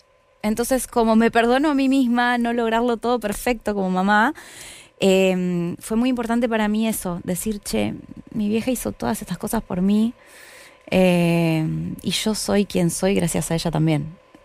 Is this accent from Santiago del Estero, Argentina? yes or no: no; La Plata, Buenos Aires Province, Argentina; me venía a estudiar a Buenos Aires, yo soy de La Plata